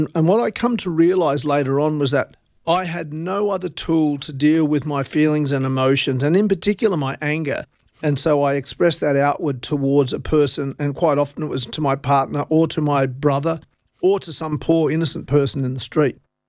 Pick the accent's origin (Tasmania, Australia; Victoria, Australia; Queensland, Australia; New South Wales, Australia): New South Wales, Australia; Wilcannia; And on one occasion when we were living on the riverbank in Wilcannia, my hometown, my older brother Graham and I were wrestling around near a 1 gallon drum of boiling hot water.